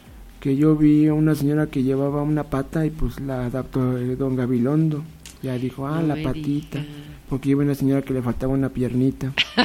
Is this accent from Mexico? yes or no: yes; Mexico; No, pues soy de México